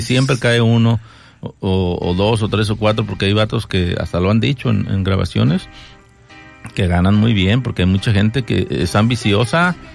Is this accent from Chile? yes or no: no; Mexico; Así somos los mexicanos.